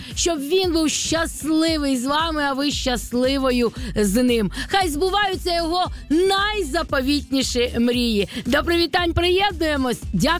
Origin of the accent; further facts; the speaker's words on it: Kyiv, Ukraine; Славетне, незламне, вже майже літнє моє рідне місто Київ.